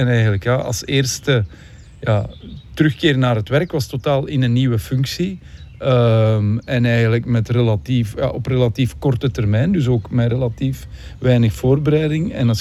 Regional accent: Leuven, Flanders, Belgium; alle drie in Leuven geboren en ja, gebleven.

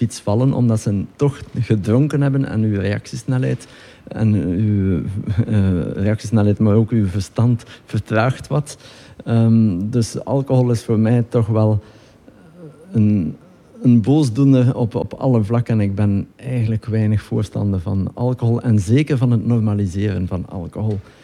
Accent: West Flanders, Belgium; Nee, West-Vlaming, ja. Wel, geboren in Oost-Vlaanderen, gewoond in West-Vlaanderen.

